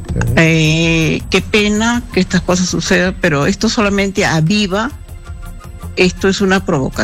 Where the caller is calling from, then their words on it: Lima, Peru; De acá de Los Olivos